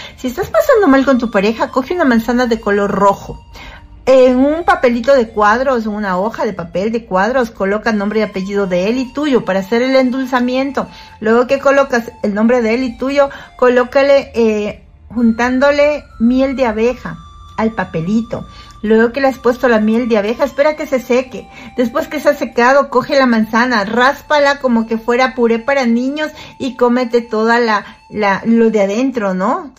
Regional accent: Ecuador; moved away; en mi país, el Ecuador, porque soy ecuatoriana, ¿no? Soy ecuatoriana, he recorrido y recorro muchos países de Latinoamérica, Centroamérica y acá en Europa.

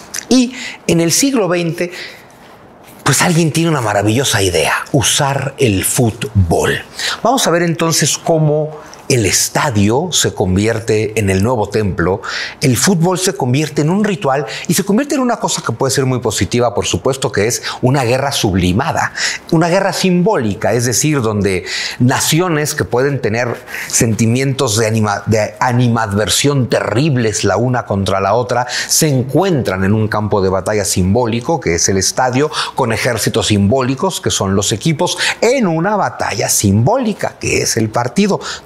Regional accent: Mexico; lo digo también de nosotros los mexicanos

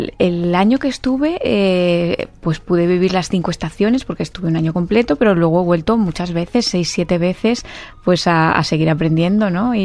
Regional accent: Madrid, Community of Madrid, Spain; he hecho bastante de siglo XIX en Madrid, porque soy madrileña

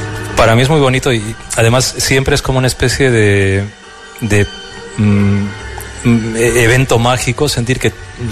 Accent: Arequipa, Peru; cuando era pequeño, en la casa en Perú, que en la habitación de mi madre

